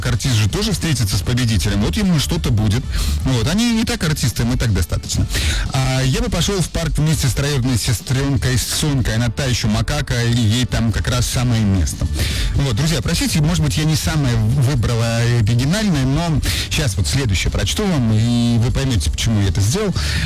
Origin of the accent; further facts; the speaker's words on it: Siberia, Russia; Не нужно подарков, я из Сибири.